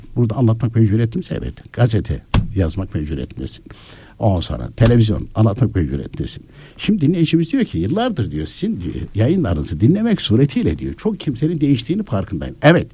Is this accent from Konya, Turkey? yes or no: yes; Konya, Turkey; Konya'da, ben Konyalıyım ya.